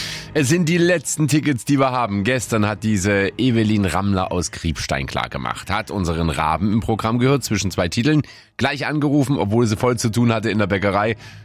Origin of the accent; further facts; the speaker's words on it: Saxony, Germany; Doch, natürlich bin ich Sachse.